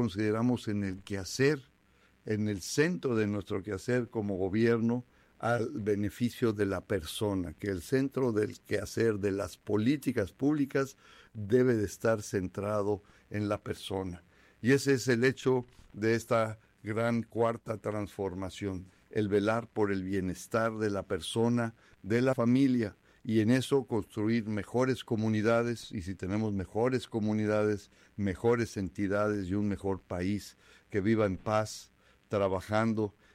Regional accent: Mexico

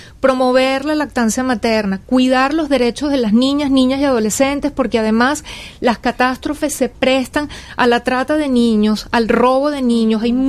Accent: Venezuela; moved away as an adult; now in Mexico

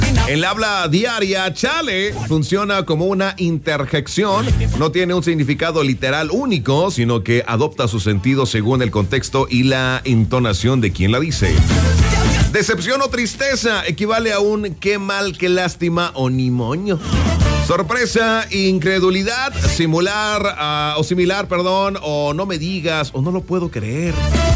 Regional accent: Mexico; Pero que como todo mexicano, siempre las mencionamos.

